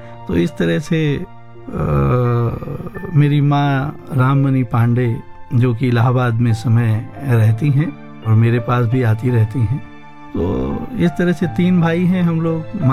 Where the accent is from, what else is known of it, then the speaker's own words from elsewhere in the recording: Chitrakoot, Uttar Pradesh, India; born there; मेरी जन्मभूमि भगवान राम की तपोस्थली चित्रकूट, जो उत्तर प्रदेश के बुंदेलखंड रीजन में आता है